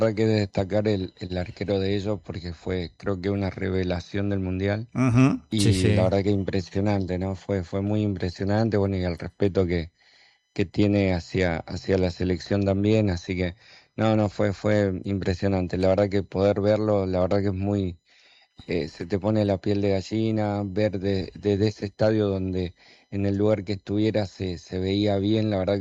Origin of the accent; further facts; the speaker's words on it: Argentina; Pero bueno, somos Argentina y creo que siempre pasa esto, ¿no?